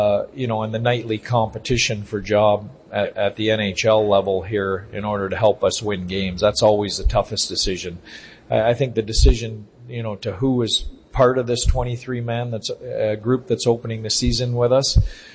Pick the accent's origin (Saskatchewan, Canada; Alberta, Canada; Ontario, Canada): Ontario, Canada; moved away; I grew up in Ontario, Canada.